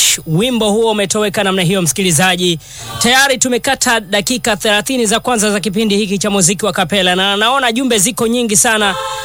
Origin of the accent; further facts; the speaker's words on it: Chimala, Mbeya, Tanzania; natokea Chimala Mbeya